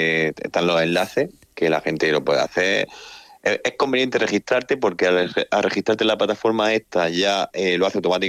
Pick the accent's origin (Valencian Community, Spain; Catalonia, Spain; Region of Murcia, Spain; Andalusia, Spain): Region of Murcia, Spain; Moratalla; Yo soy muy murciano, soy de Moratalla, he vivido la mitad de mi vida en Moratalla y la otra mitad en Murcia.